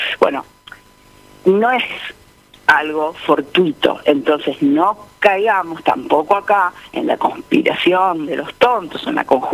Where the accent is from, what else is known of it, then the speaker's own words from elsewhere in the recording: Argentina; me odian ahora que soy argentina, ¿no?